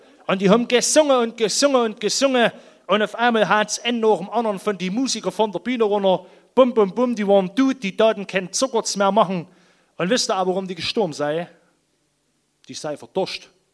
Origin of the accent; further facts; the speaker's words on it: Thum, Saxony, Germany; Also wir kommen ja nur aus der Haupt- und Weltstadt Thum im Erzgebirge, werden nicht umsonst die heimliche Hauptstadt des Erzgebirges genannt.